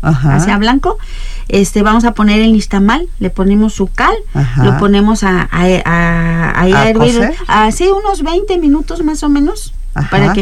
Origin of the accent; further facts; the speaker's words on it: Peñamiller, Querétaro, Mexico; la zona del semidesierto, específicamente de donde yo soy, que es Peñamiller, uh-huh. y específicamente de la comunidad de Los Álamos.